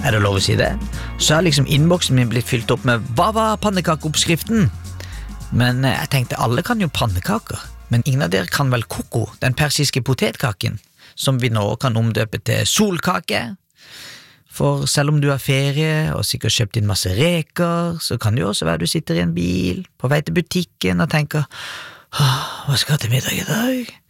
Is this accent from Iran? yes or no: yes; Iran; det er kanskje bare fordi jeg er iraner, ikke sant?